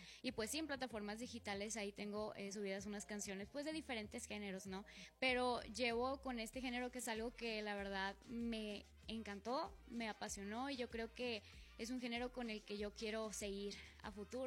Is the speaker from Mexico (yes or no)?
yes; Apodaca, Nuevo León, Mexico; Soy de aquí de Monterrey, ahí de Apodaca.